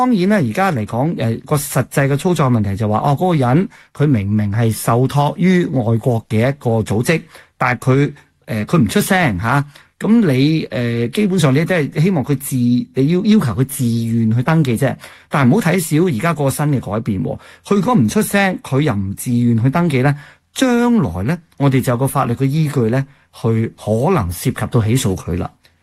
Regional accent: Canada; 我哋加拿大人

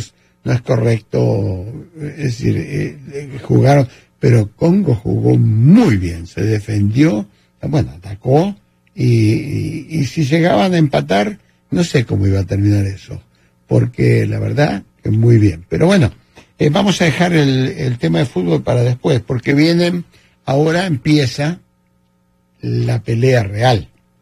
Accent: Argentina; Bueno, como argentino no los querría de contrincantes

